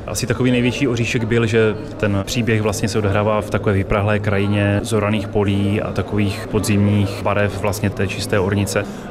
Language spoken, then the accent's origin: Czech; Zlín, Zlín Region, Czechia; Já pocházím ze Zlína